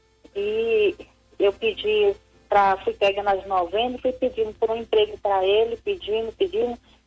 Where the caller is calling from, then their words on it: Senador Canedo, Goiás, Brazil; De Senador Canedo, Goiás.